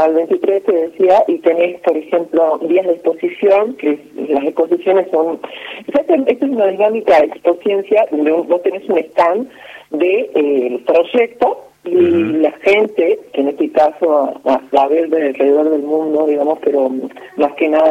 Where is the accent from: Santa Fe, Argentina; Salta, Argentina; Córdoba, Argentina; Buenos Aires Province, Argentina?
Salta, Argentina